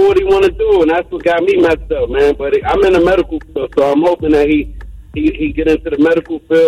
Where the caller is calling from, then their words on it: New York City, New York, United States; I'm calling from the Bronx.